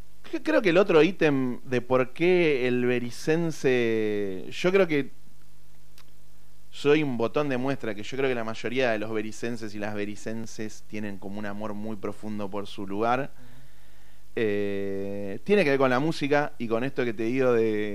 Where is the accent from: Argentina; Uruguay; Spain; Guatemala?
Argentina; Berisso, Buenos Aires Province; No, nosotros somos de Berisso.